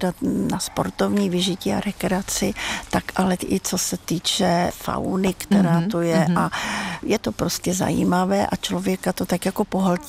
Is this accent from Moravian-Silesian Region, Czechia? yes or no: no; Cerekvice nad Loučnou, Pardubice Region, Czechia; moved away; also born or lived in Prague; já jsem rodačka z východních Čech, od Litomyšle. Jsem se narodila v Cerekvici nad Loučnou. Jsem jedna ze dvou dětí, které se přímo narodily v té vesnici a nikoli v porodnici v Litomyšli jako větší.